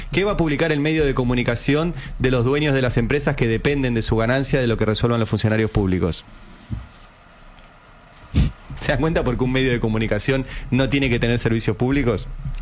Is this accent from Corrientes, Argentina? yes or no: no; Buenos Aires, Argentina; Los únicos privilegiados en Argentina somos los porteños